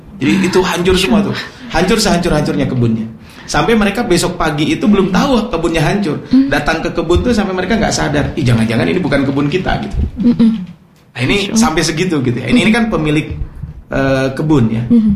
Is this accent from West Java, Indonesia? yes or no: yes; Ciparay, West Java, Indonesia; kalau saya kan dari daerah Ciparai ke atas itu kan daerah Pacet gitu kan. Nah, itu kan di sana ada Kertasari, di Kertasari kan ada perkebunan tuh.